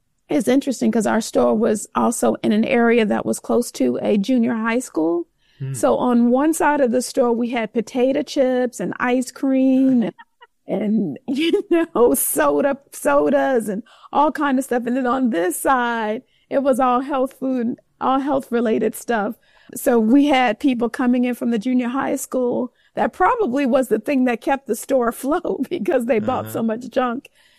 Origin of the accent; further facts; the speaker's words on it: Gary, Indiana, United States; We grew up in Indiana, Gary, Indiana, with just not in the best situation. We grew up poor